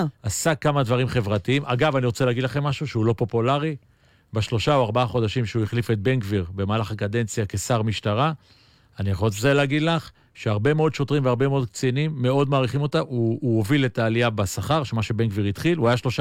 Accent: Kiryat Tiv'on, Haifa District, Israel; born there; כנער בטבעון, ששחק כדור מים

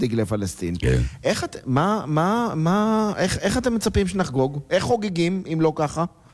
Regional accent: Morocco; אבל סליחה, זה לא ערבים, אנחנו מרוקאים.

